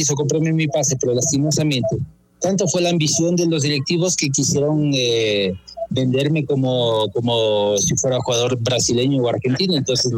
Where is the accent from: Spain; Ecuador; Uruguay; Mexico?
Ecuador; Porque si no, nuestro fútbol ecuatoriano hubiese cambiado